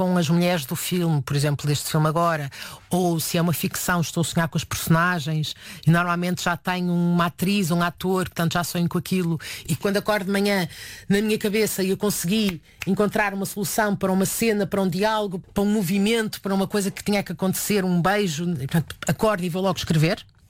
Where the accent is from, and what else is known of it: Porto, Portugal